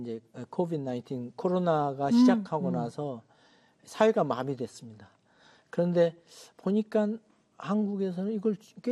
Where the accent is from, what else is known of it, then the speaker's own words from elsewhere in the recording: South Korea; now in Los Angeles, United States; 말은 영어로 했지만 정체성은 항상 한국 사람으로 살았습니다.